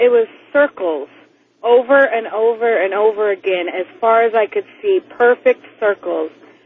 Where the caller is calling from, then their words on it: Oregon, United States; Hi, this is … from Oregon.